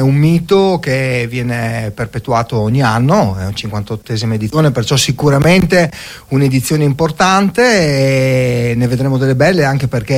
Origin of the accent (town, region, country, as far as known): Trieste, Friuli-Venezia Giulia, Italy